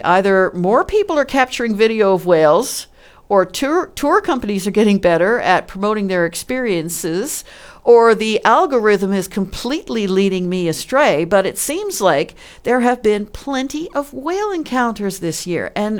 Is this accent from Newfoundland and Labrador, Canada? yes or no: yes; Newfoundland and Labrador, Canada